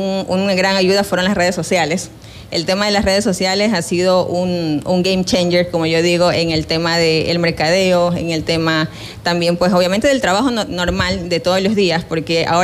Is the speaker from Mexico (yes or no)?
no; Quevedo, Los Ríos, Ecuador; also born or lived in Babahoyo; Yo soy quevedeña, nacida.